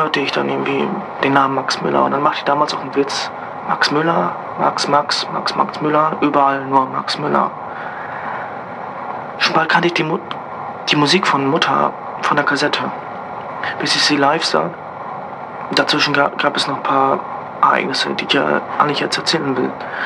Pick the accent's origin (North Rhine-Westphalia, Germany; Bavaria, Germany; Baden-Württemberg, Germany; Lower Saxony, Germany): Lower Saxony, Germany; Emden; now in Berlin, Germany; ich komme eigentlich aus Emden. Also für Leute, die es nicht wissen, was es ist, das liegt bei Hamburg.